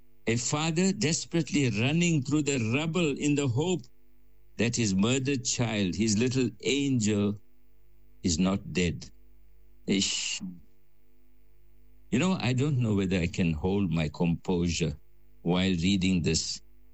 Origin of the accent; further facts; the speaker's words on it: Port Shepstone, KwaZulu-Natal, South Africa; That's from Durban to Parkerani, halfway to my hometown, Port Shepstone.